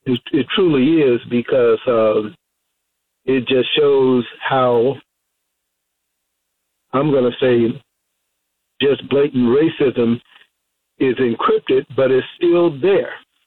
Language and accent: English; Chicago, Illinois, United States; I'm a Chicagoan as well, born and raised in Chicago.